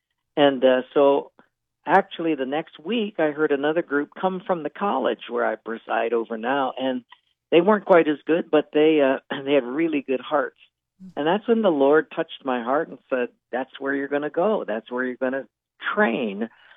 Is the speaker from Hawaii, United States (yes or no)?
yes; Palolo, Hawaii, United States; also born or lived in Japan; And it was a great time of memories of playing in the Palolo